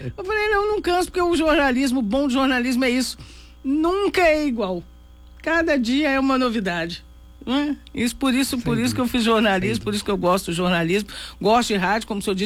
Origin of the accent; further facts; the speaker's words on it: São Lourenço, Minas Gerais, Brazil; E como eu sou de São Lourenço, não é tão longe de Aparecida.